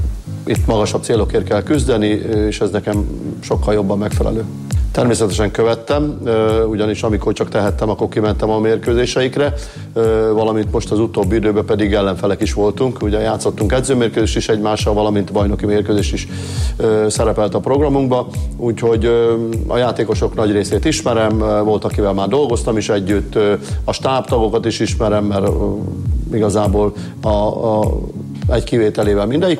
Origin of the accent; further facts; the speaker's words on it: Borsod-Abaúj-Zemplén, Hungary; moved away as an adult; also born or lived in Hajdú-Bihar; now in Debrecen, Hungary; Nyilván már félig borsodi vagyok, félig hajdúbihari, sőt már több is, mert ugye Borsodban 30 évet éltünk, Hajdúbihariban már 33. év, úgyhogy azóta itt élünk Debrecenben.